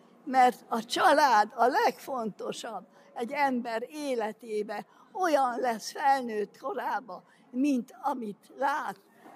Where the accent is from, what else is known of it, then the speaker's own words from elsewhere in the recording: Miskolc, Borsod-Abaúj-Zemplén, Hungary; born there; 1941. január 10. A Vasgyárba születtem.